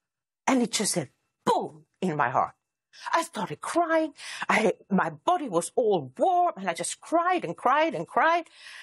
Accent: Sweden; I'm from Sweden

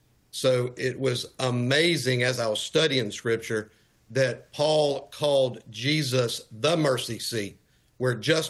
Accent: the South, United States; I grew up, and you can tell by my accent, I am not from New York. So I grew up in the Bible Belt in the South. And grew up very Jewish, though.

